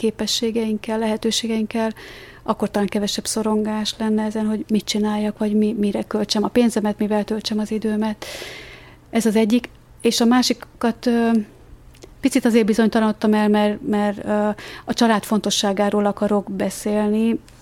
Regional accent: Tolna, Hungary; én katolikusként lettem megkeresztelve. Ez egy olyan Tolna megyei részről származom, ahol a svábok katolikusok voltak

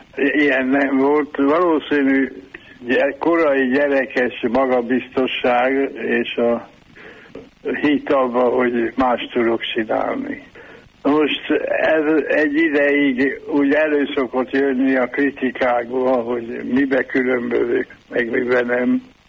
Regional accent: Iszkáz, Veszprém County, Hungary; born or raised there

